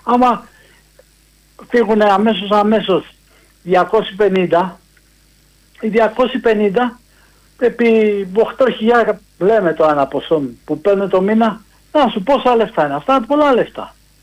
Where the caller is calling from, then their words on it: Chaidari, Attica, Greece; από το Χαϊδάρι.